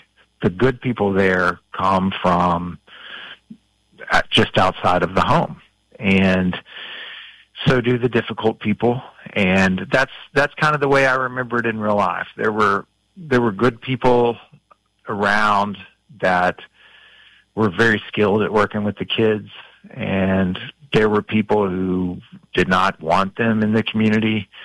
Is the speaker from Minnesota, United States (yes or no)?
no; Kentucky, United States; born or raised there; moved away